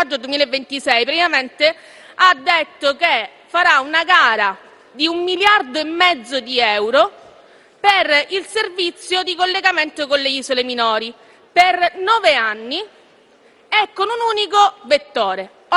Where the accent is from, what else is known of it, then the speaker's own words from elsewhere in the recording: Messina, Sicily, Italy; io sono di Messina